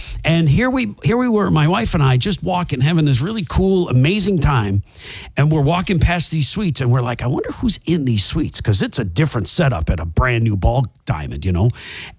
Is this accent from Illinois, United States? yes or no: yes; Chicago, Illinois, United States; now in Quad Cities, United States; I grew up in Chicago